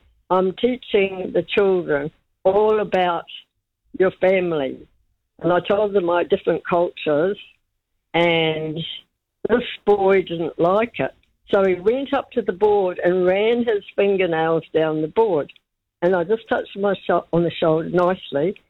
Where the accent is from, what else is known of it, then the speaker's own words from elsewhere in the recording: Ponsonby, Auckland, New Zealand; very impressed because I told him about all my different cultures, Maoris at school, Islanders, I was brought up in Ponsonby.